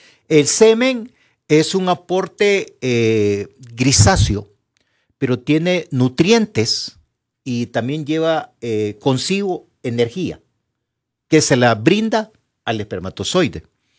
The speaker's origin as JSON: {"language": "Spanish", "country": "Honduras", "said": "La situación está difícil, la tormenta que pasamos nosotros como hondureños."}